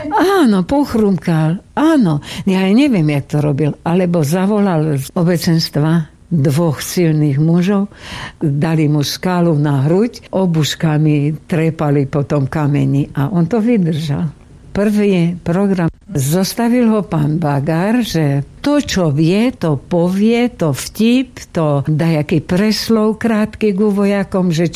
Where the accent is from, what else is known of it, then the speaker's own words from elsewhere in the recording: Zemplín, Slovakia; Ja som zo Zemplína